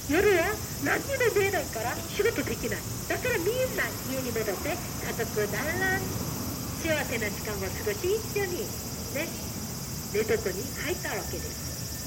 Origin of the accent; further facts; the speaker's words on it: South Korea; Japanese is a second language; moved away as an adult; now in Japan; 私は韓国から来ました。それで日本に今33年ぐらい暮らしています。